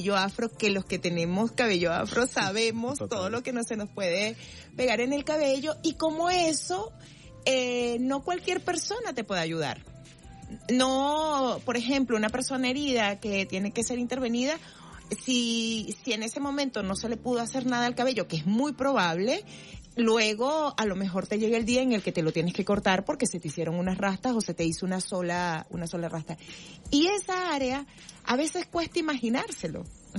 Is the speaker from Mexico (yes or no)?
no; Venezuela